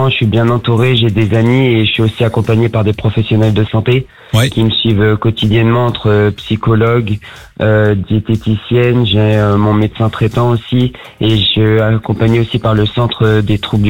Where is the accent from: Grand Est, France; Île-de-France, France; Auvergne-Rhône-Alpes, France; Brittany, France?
Auvergne-Rhône-Alpes, France; Lyon; Moi, je viens du côté de Lyon.